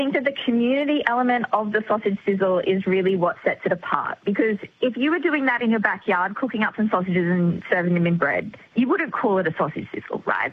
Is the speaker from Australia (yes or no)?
yes; Queensland, Australia; you know, I grew up in Queensland, so I call the thing that you get at a sausage sizzle a sausage in bread.